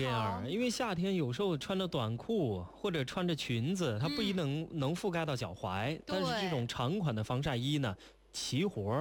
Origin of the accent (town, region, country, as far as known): Jiangxi, China; born or raised there; moved away